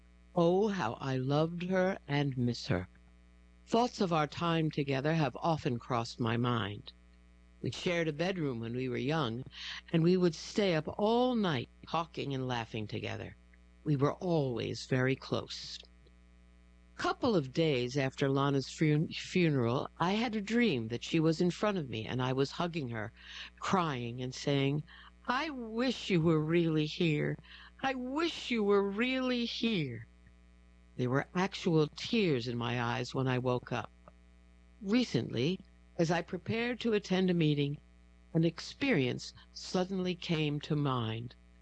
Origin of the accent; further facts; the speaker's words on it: Idaho Falls, Idaho, United States; I am from Idaho Falls, I told him.